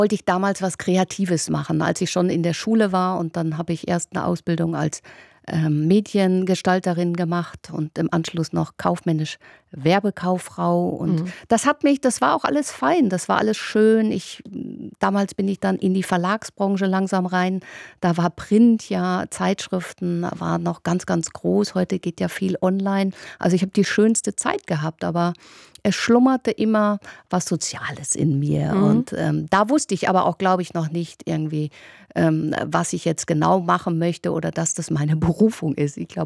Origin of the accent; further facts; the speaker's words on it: Münster, North Rhine-Westphalia, Germany; born there; Genau, in Münster, genau.